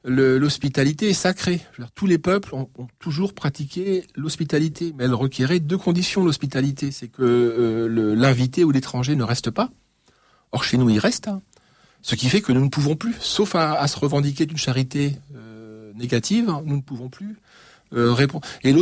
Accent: Paris, Île-de-France, France; Moi, je suis parisien. Alors, je suis trop jeune, certes, mais mes parents sont parisiens. Petits bourgeois, mais quand même néanmoins parisiens.

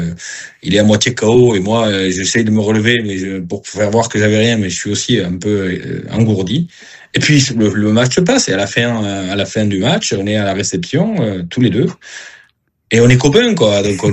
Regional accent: Dax, Nouvelle-Aquitaine, France; moved away as an adult; now in Bayonne, France; Je suis attaché à Dax parce que j'y suis né, parce que j'ai fait l'école de rugby à Dax, mais depuis 10 ans je vis à Bayonne

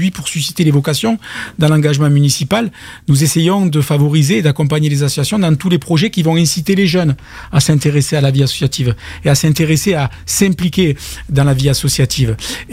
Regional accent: Port-Saint-Louis-du-Rhône, Provence-Alpes-Côte d'Azur, France; « Je suis de Port-Saint-Louis-du-Rhône ».

